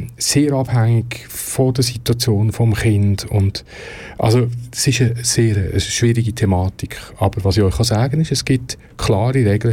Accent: Aargau, Switzerland; Wie im Bier, wo ich aufgewachsen bin.

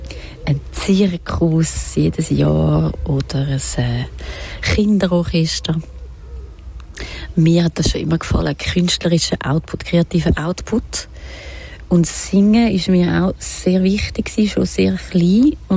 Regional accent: Winterthur, Zurich, Switzerland; Ich bin in Winterthur aufgewachsen. In einem Haus mit grossem Garten. Mit meiner Schwester zusammen. Das war ein Quartier, wo sehr viele Kinder waren.

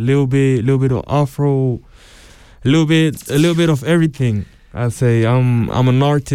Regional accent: Bern, Switzerland; I'm from Bern.

